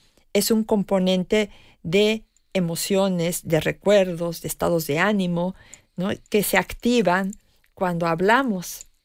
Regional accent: Mexico; first language Spanish; moved away

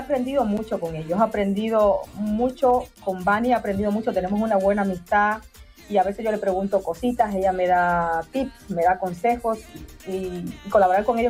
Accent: Cuba; now in Cologne, Germany; esa llama ardiente de soy cubana, lo llevo en la sangre, me voy a mover. Y voy a, en esos días tristes, voy a ser feliz, voy a sacar esa energía que traigo de Cuba.

